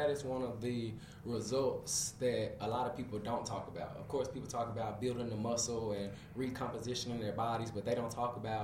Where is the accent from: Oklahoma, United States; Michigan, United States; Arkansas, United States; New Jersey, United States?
Arkansas, United States; Little Rock; I'm a full-time personal trainer. I grew up here in Little Rock, Arkansas. Went to Central High.